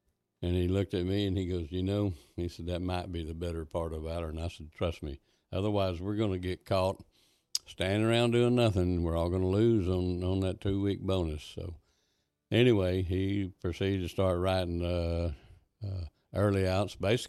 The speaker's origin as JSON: {"language": "English", "town": "Lubbock", "region": "Texas", "country": "United States", "moved": "yes", "lives_now": "Llano County, United States", "said": "I'm originally from Lubbock, and that's from my place here in Llano County. That's about a six-hour drive nonstop."}